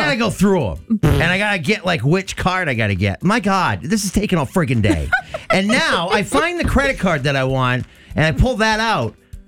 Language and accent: English; United States; I'm American